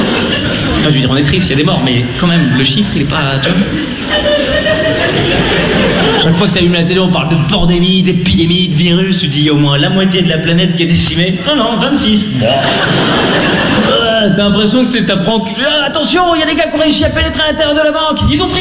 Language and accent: French; Lausanne, Vaud, Switzerland